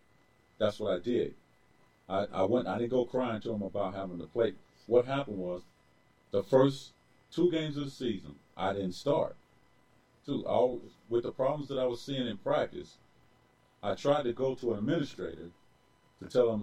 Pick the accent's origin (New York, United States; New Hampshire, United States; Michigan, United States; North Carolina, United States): North Carolina, United States; Greensboro; I mean, I'm from Greensboro.